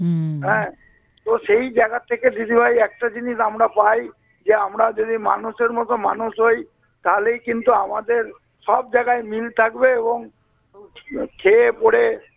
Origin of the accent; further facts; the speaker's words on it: Bankura, West Bengal, India; born there; now in Budbud, India; আমার তো বাড়ি বুধবুদে নয়, মানে পূর্ব বর্ধমান জেলার বুধবুদ নয়, আমার বাড়ি হচ্ছে অ্যাকচুয়াল বাঁকুড়ায়। তো বাবা এখানে চাকরির সূত্রে এখানে বাড়ি বানিয়েছিল